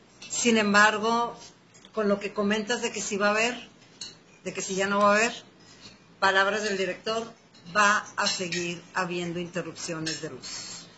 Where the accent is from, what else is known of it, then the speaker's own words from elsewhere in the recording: Mexicali, Baja California, Mexico; Es un tema que nos preocupa a todos los que somos de Mexicali.